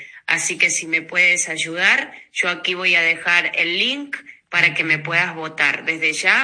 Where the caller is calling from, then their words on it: Monte Cristo, Córdoba, Argentina; yo soy cantante argentina.